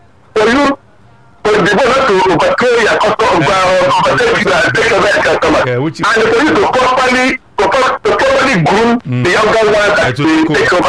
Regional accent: Lagos, Nigeria; No. I'm from Lagos.

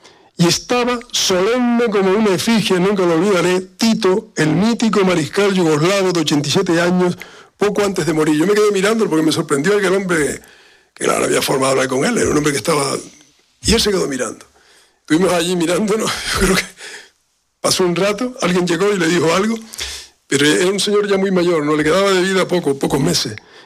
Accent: Canary Islands, Spain; cuando supo que era canario

